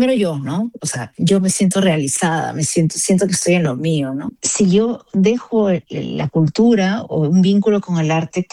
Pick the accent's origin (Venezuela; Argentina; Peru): Peru; moved away as an adult; now in Switzerland; me ancla a Perú, porque también es verdad que yo ya no vivo en Perú